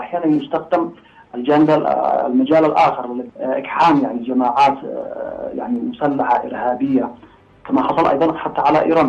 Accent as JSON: {"language": "Arabic", "country": "Yemen", "said": "عندنا في اليمن"}